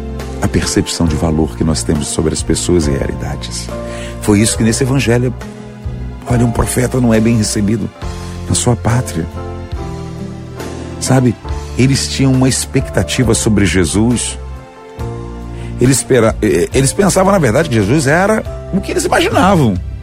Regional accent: Itapetim, Pernambuco, Brazil; born there; moved away; tem um lugarzinho chamado Sítio Miguel, lá em São Vicente, Itapetim, Pernambuco. Meu Pai Celeste, o lugar é longe. Lá, se hoje tiver 2.000 habitantes, é muita coisa. Foi onde eu nasci.

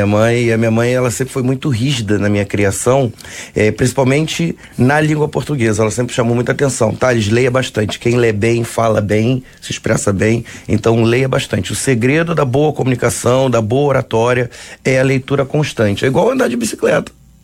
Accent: Rio de Janeiro, Brazil; eu nasci, eu cresci, então eu sou nascido e criado em Campo Grande. Nascido e criado em Campo Grande, na Zona Oeste do Rio de Janeiro. Diga-se de passagem, o maior colégio eleitoral da cidade, em nível estado, só perde para São Gonçalo

